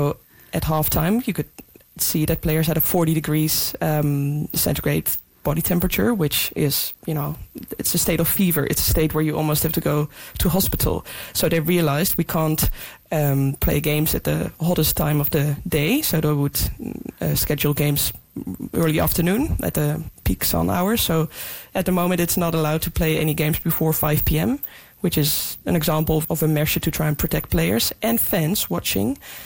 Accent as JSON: {"language": "English", "country": "Netherlands", "tie": "born or raised there", "also_born_or_lived": "Glasgow, United Kingdom", "second_language": "English", "moved": "as an adult", "said": "growing up in the Netherlands playing football there, there wasn't too many, weather events other than it at times being a bit cold in winter"}